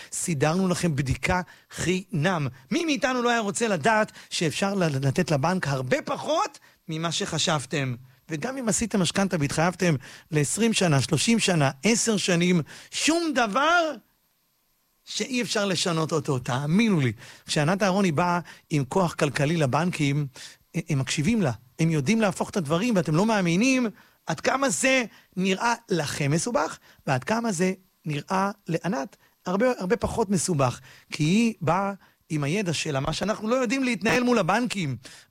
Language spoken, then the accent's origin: Hebrew; Bat Yam, Tel Aviv District, Israel; moved away; החזרת אותי לעיר הולדתי, העיר בת ים, העיר שאני באמת מת עליה. אמנם אני כבר הרבה זמן לא גר בה